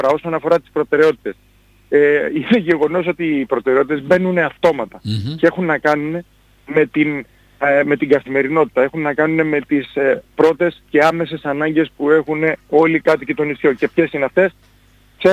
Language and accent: Greek; Greece; στο νησί μου ένας άνθρωπος μέσα από τα σπλάχνα του γέννημα θρέμα